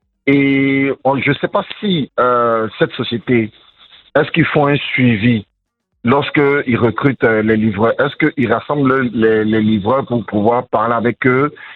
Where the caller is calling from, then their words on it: Abidjan, Côte d’Ivoire; Je vous appelle d'Abidjan, Hongrie.